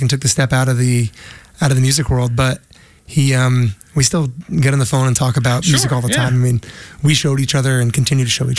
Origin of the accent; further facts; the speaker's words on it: United States; We're all from New Jersey and Philly